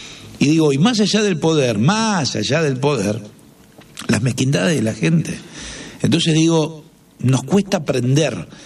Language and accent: Spanish; Argentina; ¿qué más nos tiene que pasar como argentinos para darnos cuenta?